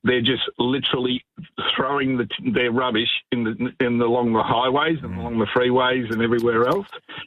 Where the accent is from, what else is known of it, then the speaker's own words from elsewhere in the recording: Melbourne, Victoria, Australia; now in Hope Island, Australia; I'm from Melbourne, and I just thought I'd let you guys know that down in Melbourne